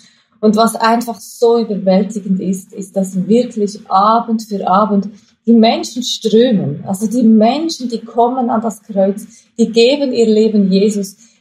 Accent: Switzerland; accent: Swiss German; moved away as an adult; now in Hamburg, Germany; Ist mein Schweizerdeutsch, Hochdeutsch so ein bisschen geblieben

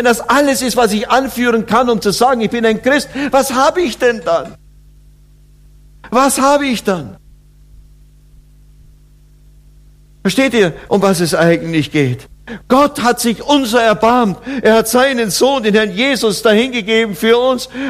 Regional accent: Oberammergau, Bavaria, Germany; born or raised there

